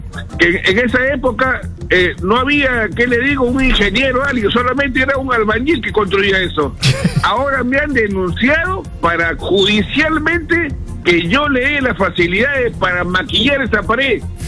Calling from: Chincha, Ica, Peru; Desde el Chincha Vidal.

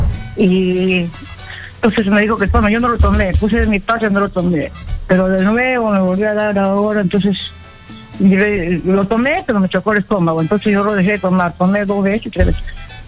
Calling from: Lima, Peru; llamo de San Juan de Miraflores.

